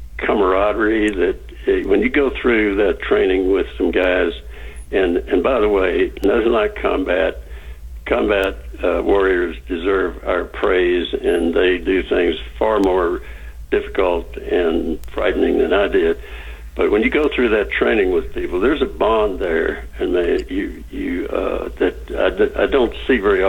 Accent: Texas, United States; I was raised out in West Texas.

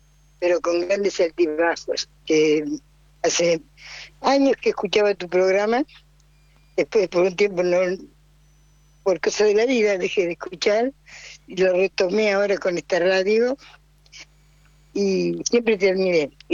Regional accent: Chacabuco, Buenos Aires Province, Argentina; A vos te vas a notar, soy de Chacabuco.

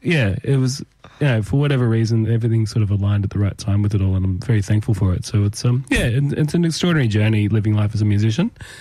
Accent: Tamworth, New South Wales, Australia; I grew up in Tamworth, yes.

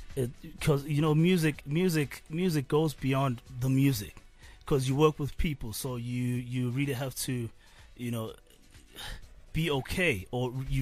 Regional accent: Eswatini; moved away as an adult; now in South Africa; I hail from the Kingdom of Eswatini. I've been based here in SA, you know, for a couple of years on and off. Yeah, I was in college here some years back.

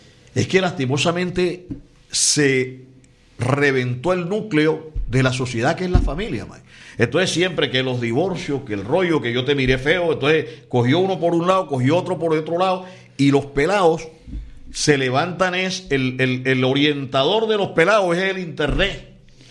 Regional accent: Barranquilla, Atlántico, Colombia; estudié en los colegios públicos de Barranquilla. Mi primaria fue en la escuela 34 para varones, mi bachillerato fue en el INEM Miguel Antonio Caro, allá en la calle 30.

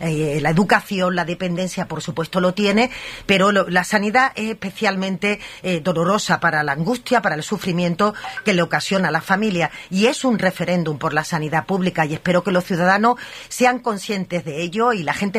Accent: Andalusia, Spain; porque la visión del sur que traemos las personas que somos de Andalucía, igual que otros compañeros la traen de otras partes del territorio, enriquece, ¿no?, este debate.

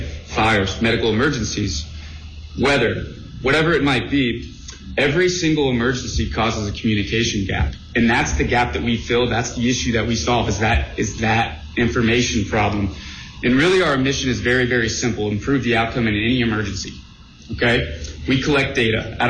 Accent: Jasper, Indiana, United States; moved away as an adult; I moved back to my hometown in Jasper, Indiana 2 years ago

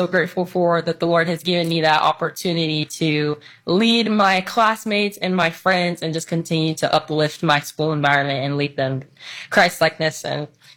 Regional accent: United States; born there; Like you said, I am a Ghanaian American, I guess, first generation. My parents are both immigrants. I was born here and I love my country.

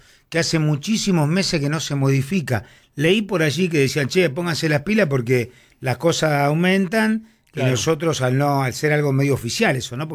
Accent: Argentina; somos bravos los argentinos.

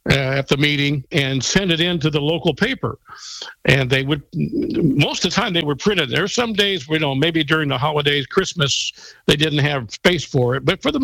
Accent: Iowa Falls, Iowa, United States; growing up in Iowa Falls

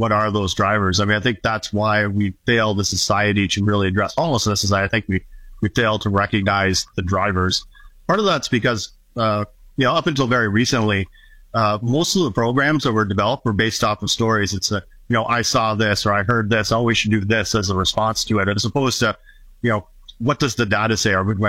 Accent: Niagara, Ontario, Canada; finished high school and did the typical growing up in Niagara, right?

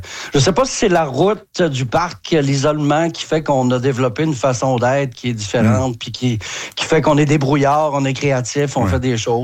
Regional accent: Quebec, Canada; on dit toujours qu'on vient de Saguenay-Lac-Saint-Jean.

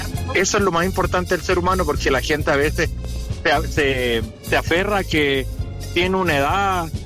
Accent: Chile; Soy de Chile, no venezolano.

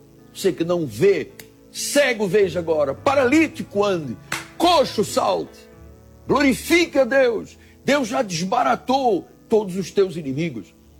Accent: Angola; born there; de um acidente quando eu era um jovem no exército lá em Angola, onde eu nasci, uma antiga colônia de Portugal

